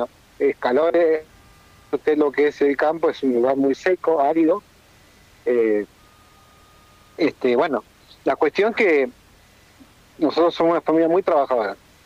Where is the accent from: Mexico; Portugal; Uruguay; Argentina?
Argentina; Comodoro Rivadavia, Chubut; born there; El barrio donde yo nací, barrio La Pría